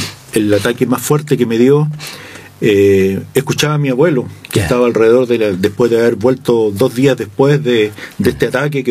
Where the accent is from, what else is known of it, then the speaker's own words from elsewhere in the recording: Maule, Chile; Yo soy nacido, criado en Serrano, viví toda la vida con el pastor Joel Vázquez.